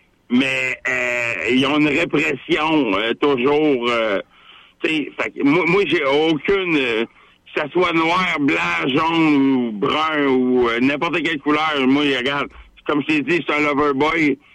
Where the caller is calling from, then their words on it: Quebec, Canada; on se respecte plus en tant que Québécois.